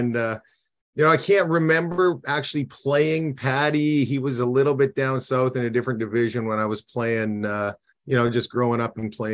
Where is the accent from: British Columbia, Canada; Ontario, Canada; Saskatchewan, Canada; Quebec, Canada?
Saskatchewan, Canada; Eyebrow; moved away; also born or lived in Edmonton, Alberta; I was born in Edmonton. Yeah. I moved to Eyebrow, Saskatchewan when I was about 2 or 3 years old. And that's where it all started. Not a lot in Eyebrow. There's maybe 120 people in the town. But we lived on a farm about 15 miles outside of Eyebrow. So we were really out there. We weren't even in Eyebrow.